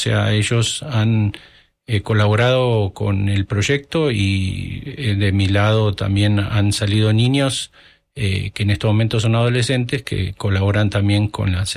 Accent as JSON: {"language": "Spanish", "country": "Argentina", "tie": "born or raised there", "moved": "yes", "lives_now": "Costa Rica", "said": "Yo ya jugaba en Argentina, el país de donde vengo, en mi infancia"}